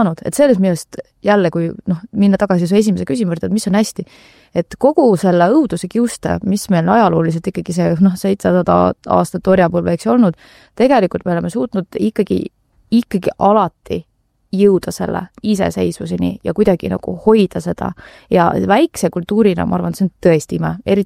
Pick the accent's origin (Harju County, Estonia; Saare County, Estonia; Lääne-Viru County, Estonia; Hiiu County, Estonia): Harju County, Estonia; Tallinn; Lasnamäel kasvasin ülesse, õppisin Tallinna Kuristiku gümnaasiumis